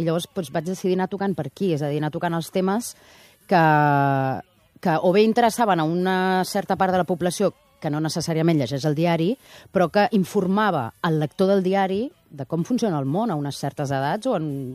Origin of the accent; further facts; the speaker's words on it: Barcelona, Catalonia, Spain; also born or lived in Oviedo; jo vaig arribar aquí a Barcelona, a Catalunya, quan tenia un any. Llavors, el d'Oviedo sempre és anecdòtic, però no sóc d'Oviedo, realment. Ho poso el DNI i prou.